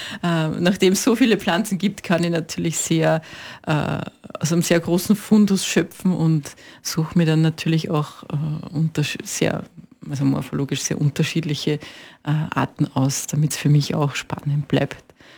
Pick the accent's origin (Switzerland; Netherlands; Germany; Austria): Austria; Upper Austria; Ich komme aus der Nähe von Wels, Oberösterreich